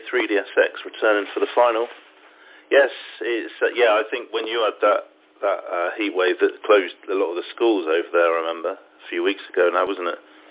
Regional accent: South West England, United Kingdom; moved away as an adult; now in Sweden; as you can probably hear, I'm not from Sweden. I'm from Southwest UK, originally been living in Sweden for about 11 years this year.

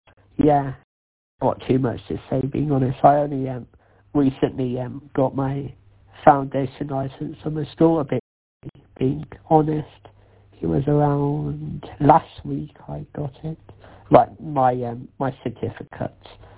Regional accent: Stourbridge, West Midlands, United Kingdom; I am from Stourbridge, I'm near the Watcave in Kimber, I'm not sure if you know where that is, but I am a part of Stourbridge Radio Club.

